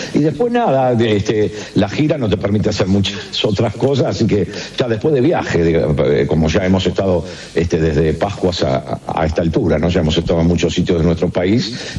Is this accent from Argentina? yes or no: yes; Argentina; Soy argentino, ¿cómo no voy a ser un director técnico desde casa?